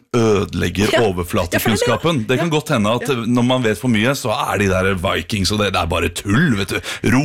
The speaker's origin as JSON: {"language": "Norwegian", "town": "Asker", "region": "Akershus", "country": "Norway", "said": "Og jeg er fra Asker."}